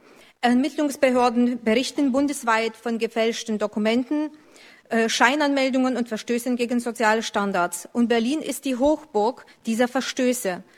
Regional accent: Lithuania; first language Lithuanian; German is a second language; Meine Muttersprache ist Litauisch und ich habe in der damaligen Sowjetunion eine der litauischen Schulen besucht, die in Litauen die Mehrheit ausmachten.

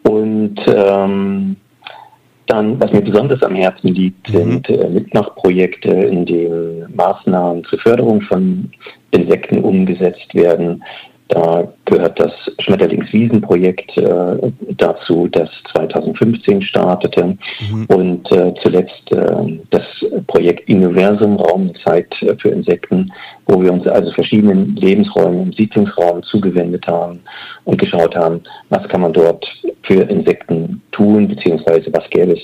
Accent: East Germany, Germany; Aber ich bin ein Kind des Ostens und da war man nicht ganz so frei in der Berufswahl.

